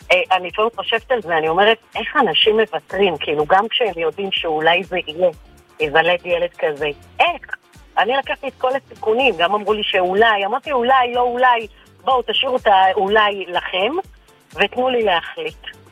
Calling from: Ra'anana, Central District, Israel

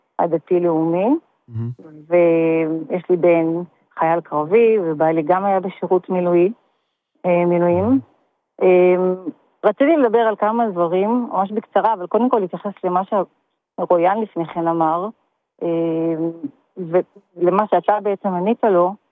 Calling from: the south, Israel; אני מהדרום. אני אגדיר את עצמי קודם כל בתחילת השיחה, אני דתייה, משתייכת לזרם הדתי-לאומי

